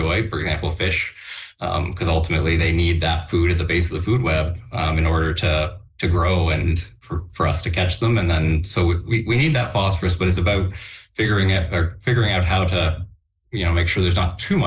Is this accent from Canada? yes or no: yes; Ontario, Canada; growing up in Southern Ontario